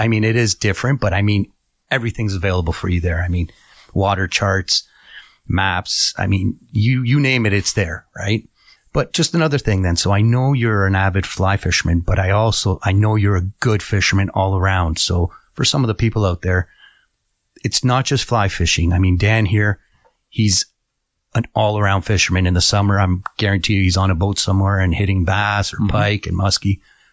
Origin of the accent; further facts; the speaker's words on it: Toronto, Ontario, Canada; moved away; I grew up in Toronto, right?